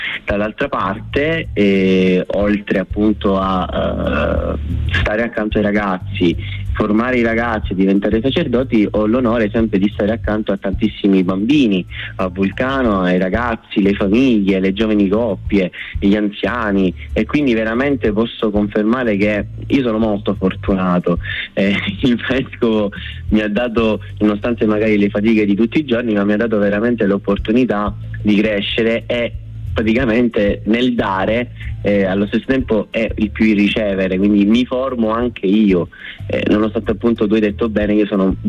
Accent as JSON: {"language": "Italian", "town": "Messina", "region": "Sicily", "country": "Italy", "tie": "born or raised there"}